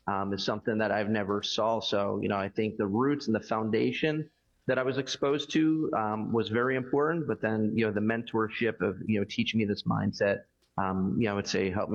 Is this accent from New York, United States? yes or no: no; Philadelphia, Pennsylvania, United States; moved away as an adult; they still live here in the same house that I grew up in South Philadelphia.